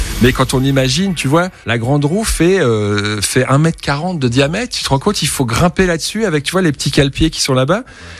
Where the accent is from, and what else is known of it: Centre-Val de Loire, France